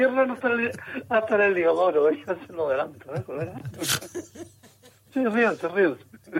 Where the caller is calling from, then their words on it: Canary Islands, Spain; que yo soy tan español como canario...